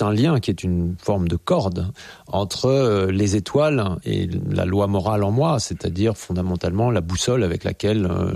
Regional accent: Grenoble, Auvergne-Rhône-Alpes, France; born there; je suis né à Grenoble, donc il y avait le Sapet, les plateaux autour de Grenoble

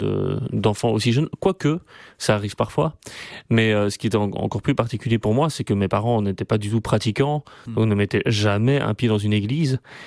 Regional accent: Brussels, Brussels-Capital Region, Belgium; C'était organiste titulaire de la cathédrale de Bruxelles, moi je suis bruxellois

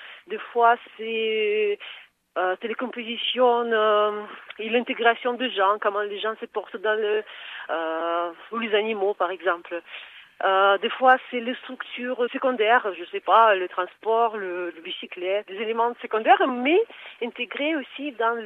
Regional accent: Samara, Samara Oblast, Russia; Mais déjà, j'ai profité bien sûr de présenter ma ville natale, Samara. C'est une grande ville en Russie, mais très peu connue

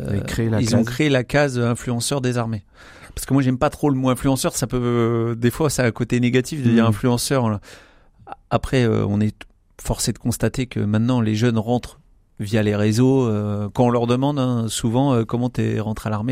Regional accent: Le Mans, Pays de la Loire, France; born or raised there

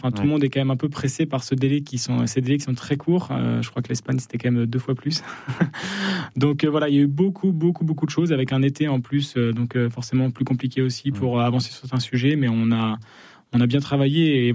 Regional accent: Chambéry, Auvergne-Rhône-Alpes, France; Non, j'en suis. Je viens de Chambéry.

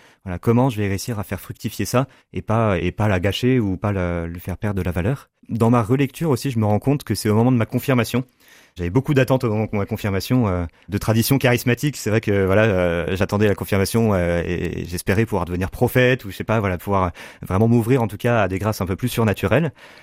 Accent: Le Mans, Pays de la Loire, France; venant du Mans, peut-être que ça joue aussi beaucoup. J'ai grandi au Mans, donc j'ai fait mon collège-lycée

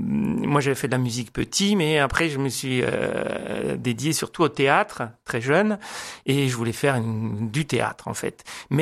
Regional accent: Geneva, Switzerland; born there; moved away; also born or lived in Rome, Italy; Je suis né à Genève, d'accord, mais je reste romain d'adoption. J'aime bien dire ça parce que j'ai vécu longtemps là-bas et je reste vraiment ma patrie de cœur aussi, l'Italie et Rome en particulier.

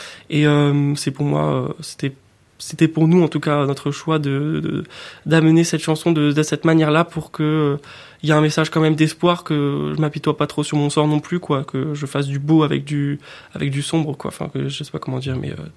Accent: Ajaccio, Corsica, France; also born or lived in Moca-Croce; j'ai grandi, j'étais à Ajaccio, aussi au village à Moca Croce.

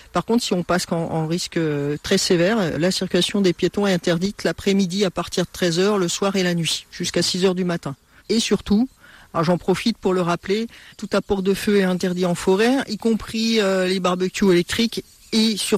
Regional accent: Dijon, Bourgogne-Franche-Comté, France; chez nous à Dijon

